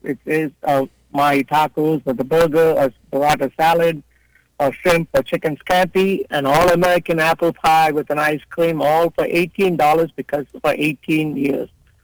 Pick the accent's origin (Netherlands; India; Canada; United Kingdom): India; English is a second language; now in Champaign, United States; Because when I grew up in India, I didn't know what Champaign, Illinois was. I never knew I'm going to end up here.